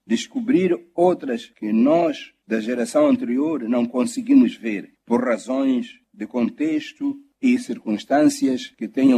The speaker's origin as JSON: {"language": "Portuguese", "country": "Mozambique", "said": "Acredito que como moçambicanos conhecemos o valor da paz porque conhecemos igualmente o sofrimento provocado pela guerra."}